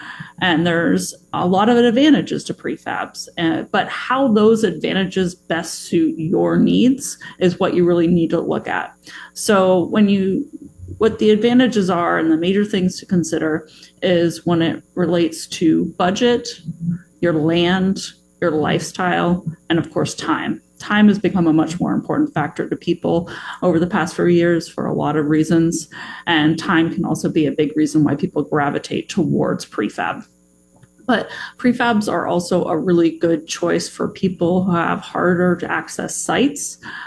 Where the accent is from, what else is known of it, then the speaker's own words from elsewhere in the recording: Pacific Northwest, United States; I was born and raised here and love the Pacific Northwest and hope to live here for the rest of my life.